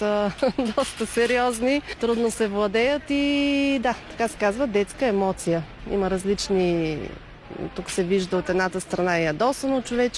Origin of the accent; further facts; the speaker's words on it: Blagoevgrad, Blagoevgrad Province, Bulgaria; съм от Благоевград.